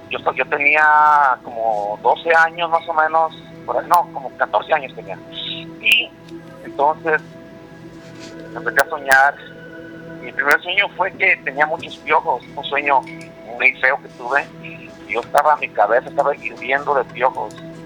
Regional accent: Tacámbaro, Michoacán, Mexico; Soy originario de Michoacán, de allá del lado de Tacámbaro, Michoacán.

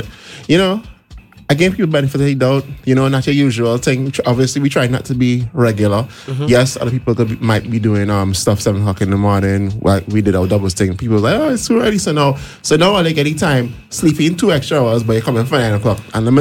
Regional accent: Trinidad & Tobago; I'm sorry if my accent is coming out a bit too much. I'm from Trinidad, yes.

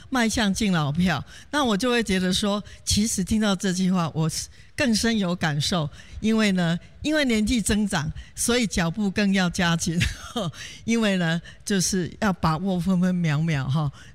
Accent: Taoyuan, Taiwan; 大家好，我来自桃园，

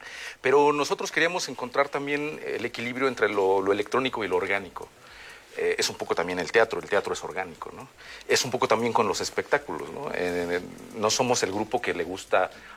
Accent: Oaxaca, Mexico; nosotros somos de Oaxaca y crecimos con una cultura muy arraigada al Día de Muertos.

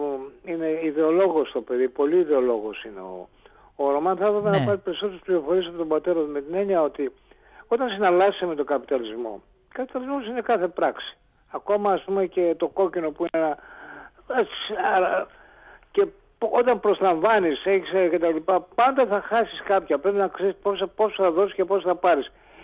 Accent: Santorini, South Aegean, Greece; αναγνώρισα την πατρίδα μου, στη Σαντορίνη

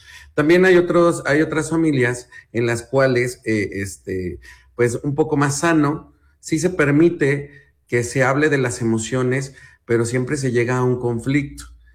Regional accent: Temayuca, State of Mexico, Mexico; yo desde acá del Estado de México, colindando con la Ciudad de México, mi pueblo llamado Temayuca, les mando un saludote

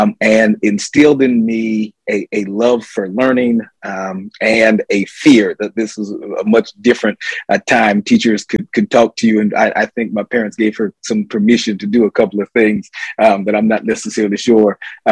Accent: Ithaca, New York, United States; born or raised there

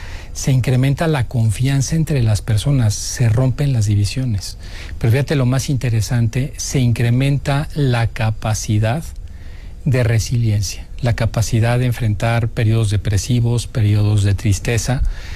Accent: Mexico; Yo, para definir quién soy, tengo que definir que nací en México. Tengo que definir que aquí crecí.

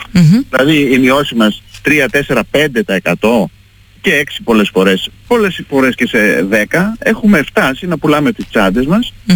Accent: Patras, Western Greece, Greece; είμαστε πατρινοί mm-hmm. πάρα πολλά χρόνια

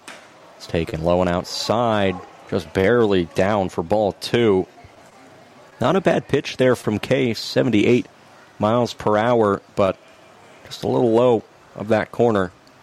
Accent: Great Lakes, United States; As I am from the Great Lakes area.

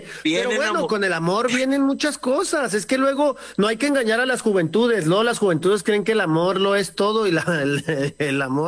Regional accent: Chihuahua, Mexico; yo soy de Chihuahua, y la verdad es que tengo muchos amigos de Culiacán

